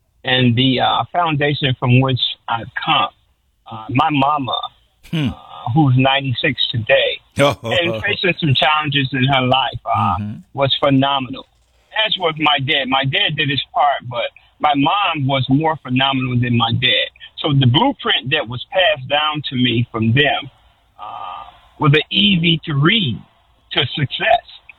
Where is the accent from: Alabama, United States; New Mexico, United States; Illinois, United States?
Illinois, United States; Chicago; moved away; Well, I hail from the Robert Taylor Project, which was the most crime-ridden project in the United States of America.